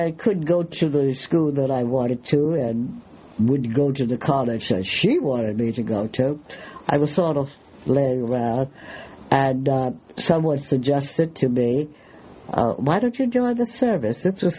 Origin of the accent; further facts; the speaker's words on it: Washington, District of Columbia, United States; I was born in Washington, D.C., raised in Washington, D.C., and that's about the size of it.